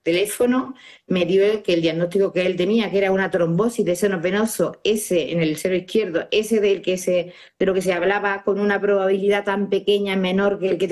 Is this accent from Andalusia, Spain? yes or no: yes; Baena, Andalusia, Spain; en Andalucía, yo soy de Córdoba, Baena, un pueblo de Córdoba